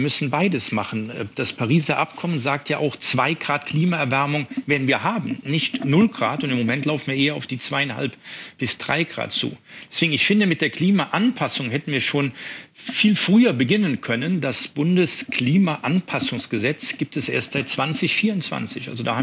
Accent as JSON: {"language": "German", "town": "Mannheim", "region": "Baden-Württemberg", "country": "Germany", "said": "Also ich komme aus Mannheim, mein Name ist eine der heißesten Städte, weil wir hier in der Oberrheinebene liegen."}